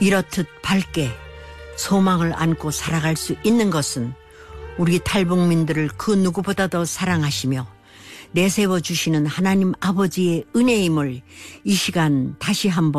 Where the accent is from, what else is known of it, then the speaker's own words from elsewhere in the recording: Onsong, North Hamgyong, North Korea; moved away as an adult; also born or lived in Pyongyang; 저는 1962년 평양에서 태어나 온성군에서 자랐습니다.